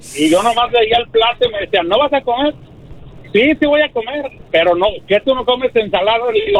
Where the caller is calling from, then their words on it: Bell Gardens, California, United States; Le hablo de Bell Garden, ahí vivo